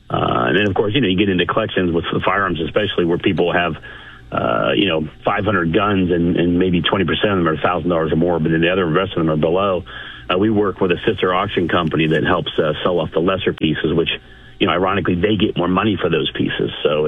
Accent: Pittsburgh, Pennsylvania, United States; I'm from Pittsburgh. The whole family's from Pittsburgh.

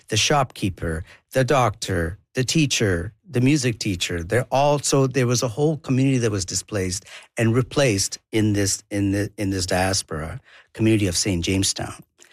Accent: South India, India; first language Tamil; English is a second language; So I grew up, I was raised, born and raised in India, in southern India. I'm also Tamil heritage, so my mother tongue is Tamil.

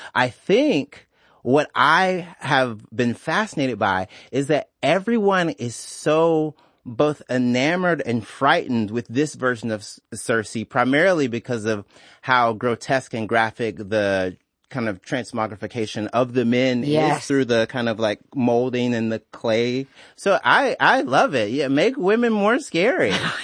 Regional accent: United States; born or raised there

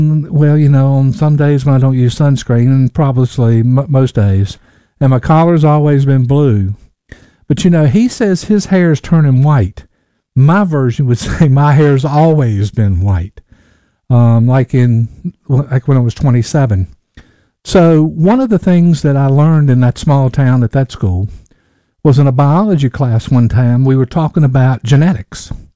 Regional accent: North Carolina, United States; born or raised there

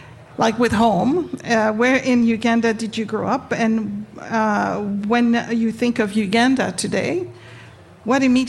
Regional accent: Ethiopia; first language Amharic; English is a second language; now in Australia; In my mother tongue, in Ethiopia, in Amharic

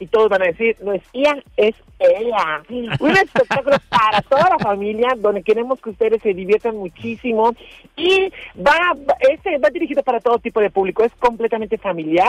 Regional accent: Yucatán, Mexico; Somos yucatecas, somos yucatecos. Esas cosas de la hamaca es parte de nuestra vida cotidiana, ¿o no?

